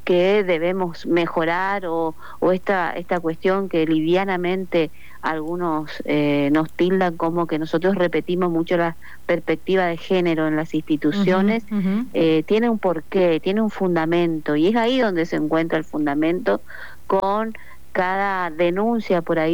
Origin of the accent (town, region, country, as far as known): Oberá, Misiones, Argentina